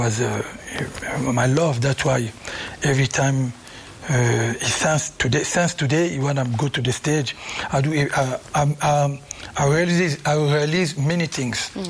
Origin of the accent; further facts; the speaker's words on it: Kinshasa, DR Congo; English is a second language; I never speak Swahili when I grew up in Kinshasa. I speak just Lingala, a little bit French.